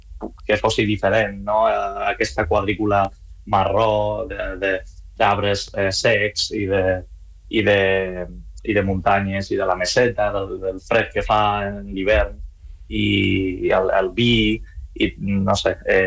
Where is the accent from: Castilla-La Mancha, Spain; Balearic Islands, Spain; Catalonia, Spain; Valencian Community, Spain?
Castilla-La Mancha, Spain; born there; moved away; el Mansa, jo volia fer aquesta mena d'homenatge al meu poble, a la meva ciutat